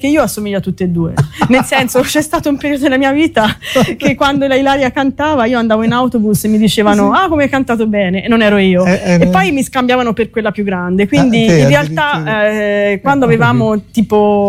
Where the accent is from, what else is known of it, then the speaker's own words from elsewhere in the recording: Arezzo, Tuscany, Italy; Io sono nata in Colcitrone, in via Cesalpino